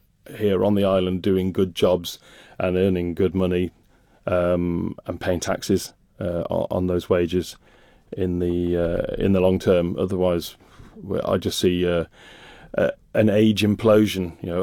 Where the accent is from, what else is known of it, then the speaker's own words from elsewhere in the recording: Rugby, West Midlands, United Kingdom; moved away as an adult; now in Isle of Man; roughly the population of my hometown of Rugby, where I grew up.